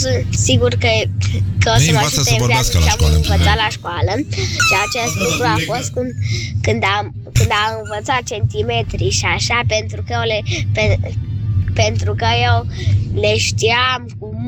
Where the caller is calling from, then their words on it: Săcele, Brașov County, Romania; din Săcele